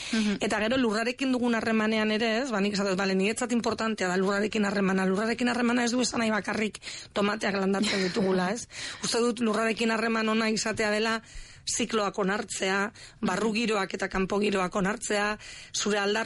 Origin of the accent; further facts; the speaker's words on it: Basque Country, Spain; herrian jaio naiz, herrian bizi izan naiz, baina gure etxetik Bilbora ordu erdi dago bakarrik.